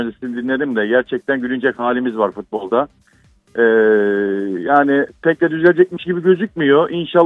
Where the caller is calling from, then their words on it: Istanbul, Turkey; İstanbul'dan arıyorum.